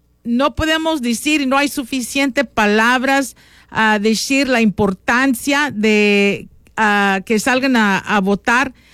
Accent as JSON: {"language": "Spanish", "country": "Mexico", "moved": "yes", "lives_now": "United States", "said": "aunque somos mexicanos, estamos aquí en un país de libertad"}